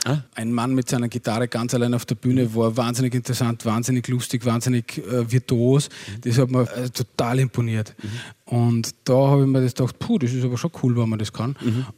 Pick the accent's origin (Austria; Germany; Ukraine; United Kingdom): Austria; Upper Austria